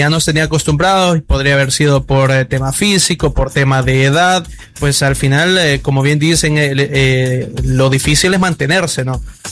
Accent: Sonsonate, El Salvador; Y el hecho de que compartamos ciudad, porque al final los dos somos procedentes de Sonsonate

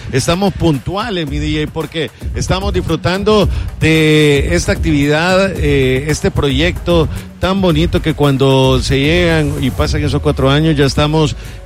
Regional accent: El Salvador; como buen salvadoreño, acabo de ir a uno de los lugares donde venden réplicas

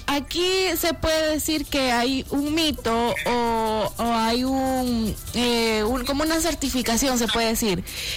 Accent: El Salvador

